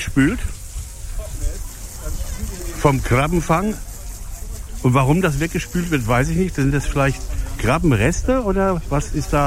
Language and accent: German; Bad Soden, Hesse, Germany; ja, wir sind aus Offenbach, ja, ich bin aus Bad Soden.